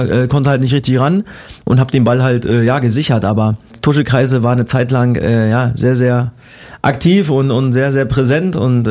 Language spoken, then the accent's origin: German; Cottbus, Brandenburg, Germany; born there; Also ich bin gebürtiger Cottbusser